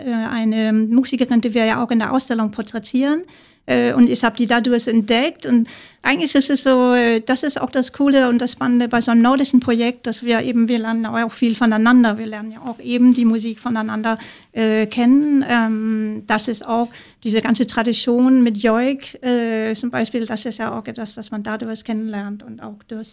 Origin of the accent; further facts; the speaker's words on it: Denmark; German is a second language; man könnte sagen, als Dänin müsste ich unbedingt den dänischen Act nennen